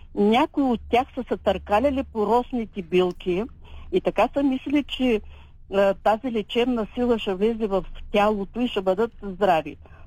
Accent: Gabrovo Province, Bulgaria; accent: Balkan (balkandzhiyski); now in Pobit Kamak, Bulgaria; Те пак сме габровци. Запазили сме и тяхни диалекти. Ходила съм по този край, защото моя род е от Габровския, от Козирог Габровско.

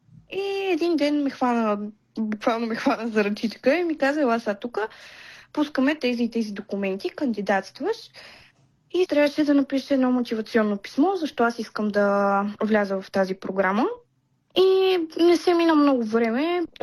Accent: Byala Slatina, Vratsa Province, Bulgaria; Институцията се намира в Бяла Слатина, моя роден град.

